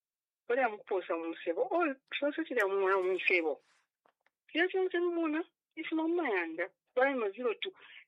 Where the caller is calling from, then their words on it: Kitwe, Copperbelt, Zambia; I'm calling from Kitwe.